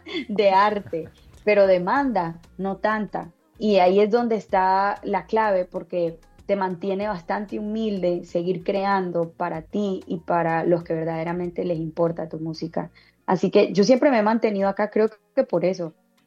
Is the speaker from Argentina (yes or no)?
no; Colombia; moved away; que es algo que siempre he querido traer, mi Colombia conmigo.